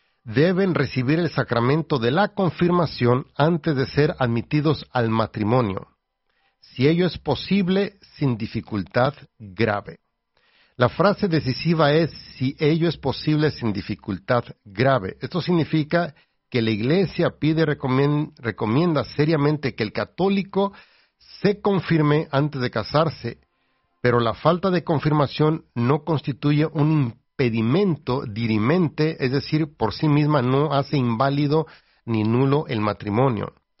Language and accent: Spanish; El Llano, Michoacán, Mexico; yo que soy del Llano Michoacán, nuestro vecino es el Ario de Rayón, y yo fui bautizado en la parroquia de Santa Mónica